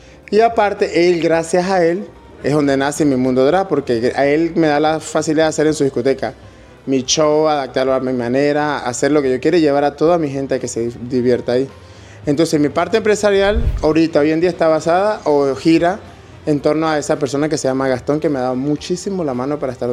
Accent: Venezuela; now in Spain; Siempre, hasta el día que muera. De hecho, si ves, tengo 11 años en España y no he perdido mi forma de hablar. Ni quiero perderla.

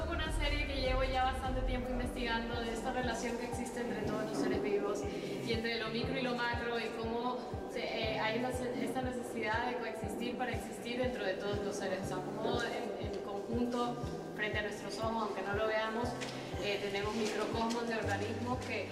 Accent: Ecuador; soy ecuatoriana también.

